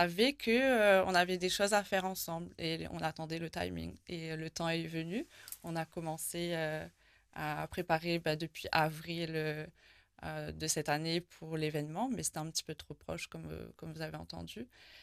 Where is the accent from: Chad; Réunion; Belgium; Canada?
Réunion; also born or lived in Mauritius; Moi, j'ai grandi à La Réunion, j'ai grandi aussi avec Maurice.